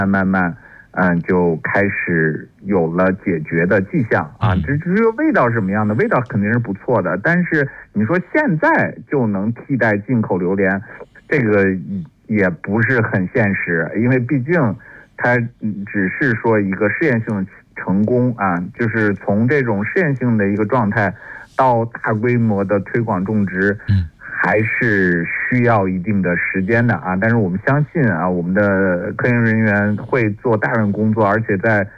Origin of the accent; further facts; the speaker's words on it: China; 你看这是不是就是符合我们中国人这个想象中的咖啡的那个感觉啊，这就会越来越适合我们中国人的咖啡杯了。